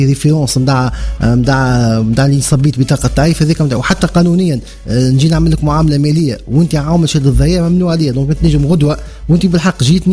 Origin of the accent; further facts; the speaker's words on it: Tunisia; عندنا في تونس